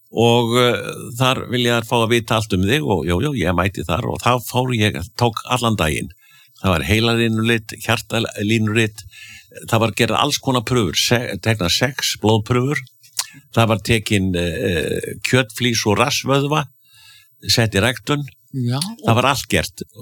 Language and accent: Icelandic; Akureyri, Northeastern Region, Iceland; Þetta minnir mig á þegar ég var krakki alast upp á Akureyri.